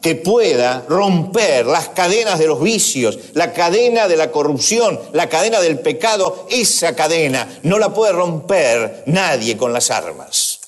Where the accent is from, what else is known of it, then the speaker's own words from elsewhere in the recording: Argentina; Somos libres los argentinos